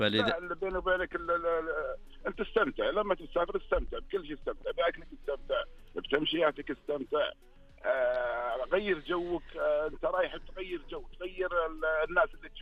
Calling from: Eastern Province, Saudi Arabia; بما أني من أهل الشرقية

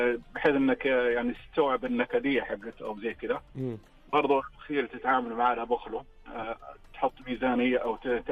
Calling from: Jeddah, Makkah Province, Saudi Arabia

